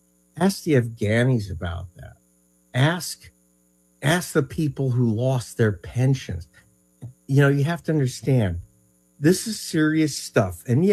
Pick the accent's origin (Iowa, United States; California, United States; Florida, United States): California, United States; Los Angeles; I come from, look, I come from Pacoima. I come from the poorest barrio in Los Angeles.